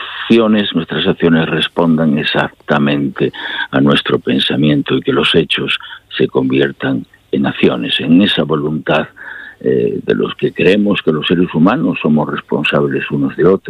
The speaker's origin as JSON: {"language": "Spanish", "region": "Castile and León", "country": "Spain", "tie": "born or raised there", "said": "de las montañas y de los ríos de mi tierra natal, de los Montes de León, en las fronteras con Galicia, en el Bierzo."}